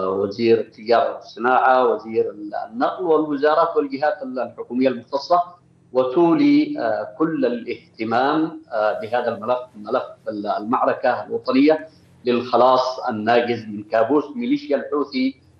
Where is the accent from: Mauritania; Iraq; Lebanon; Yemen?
Yemen